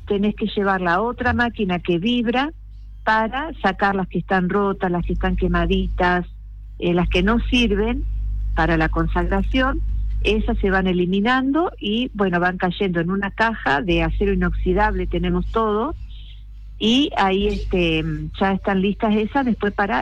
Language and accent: Spanish; Rosario, Santa Fe, Argentina; now in Córdoba, Argentina; Somos de Rosario nosotras. Yo ya estoy viviendo en Córdoba, viene mi prima a darnos una mano